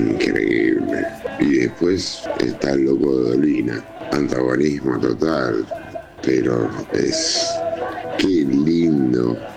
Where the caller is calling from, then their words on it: Buenos Aires, Argentina; de Barracas.